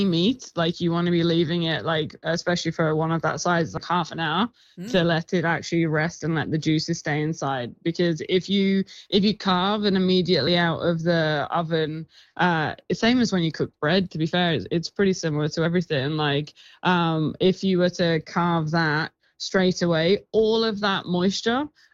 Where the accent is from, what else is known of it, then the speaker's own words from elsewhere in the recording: United Kingdom; I'm British, so it has to go traditional sage and onion.